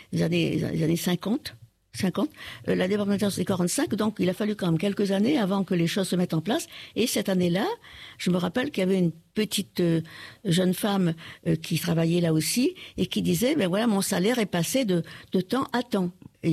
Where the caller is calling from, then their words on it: Réunion; moi, je suis née française et j'aimerais bien mourir française, voilà. Je suis réunionnaise et je le renie pas. Mes ancêtres sont sont venus d'ailleurs, comme tous les habitants de La Réunion d'ailleurs.